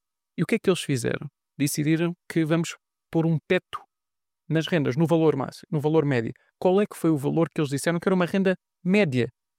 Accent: Lisbon, Portugal; eu nasci em Lisboa. Lisboa é a minha cidade. Embora eu já não viva em Lisboa, tive que viver fora.

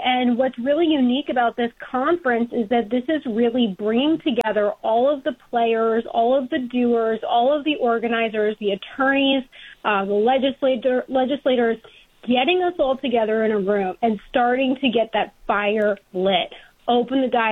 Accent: Connecticut, United States; So states like my home state of Connecticut, Rhode Island, Massachusetts, I mean, we've been living in gun control for generations to some degree.

